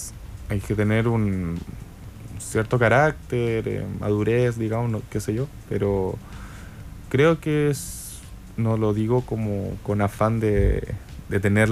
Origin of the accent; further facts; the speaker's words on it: Chile; a veces es difícil viajar como siendo músico chileno